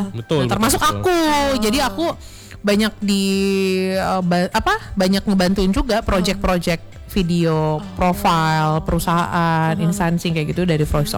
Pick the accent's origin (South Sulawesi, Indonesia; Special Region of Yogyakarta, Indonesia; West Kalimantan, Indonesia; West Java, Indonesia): West Java, Indonesia; Sukabumi; born there; moved away; pas SMP kan aku di Sukabumi di Sukabumi Jawa Barat.